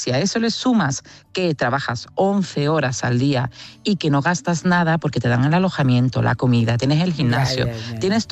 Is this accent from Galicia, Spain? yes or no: no; Cádiz, Andalusia, Spain